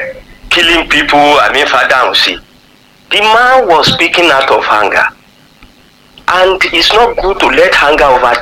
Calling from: Ibadan, Oyo, Nigeria; I'm speaking from Ibadan.

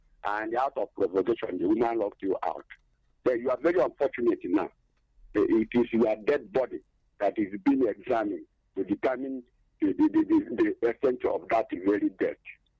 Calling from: Isoko, Delta, Nigeria; I'm calling from Isoko.

